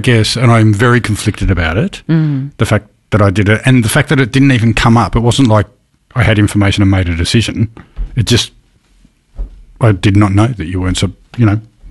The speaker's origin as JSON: {"language": "English", "region": "Tasmania", "country": "Australia", "said": "And I'm from Tasmania"}